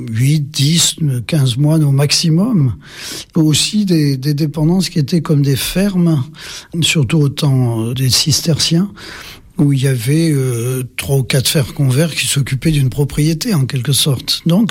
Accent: Nouvelle-Aquitaine, France; born there; Je suis né donc en Limousin, dans une famille qui n'était pas spécial

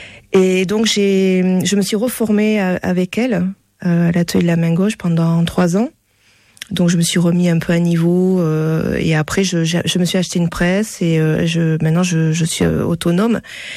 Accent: Toulouse, Occitanie, France; born there; also born or lived in Bordeaux; je suis née à Toulouse. Alors, je suis partie faire une partie de mes études à Bordeaux parce que la fac d'art plastique n'existait pas encore à Toulouse.

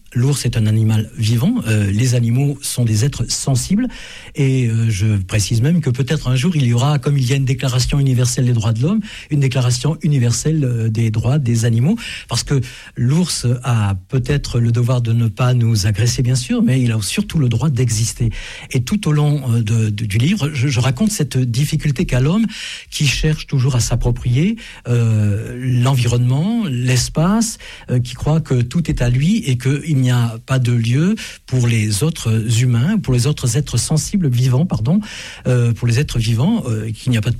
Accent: Auvergne-Rhône-Alpes, France

